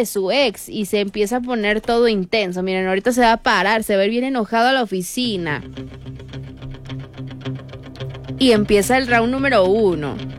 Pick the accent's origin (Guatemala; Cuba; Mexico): Cuba; Oh, por Dios, que cuando hablamos cubano dicen que hablo como española.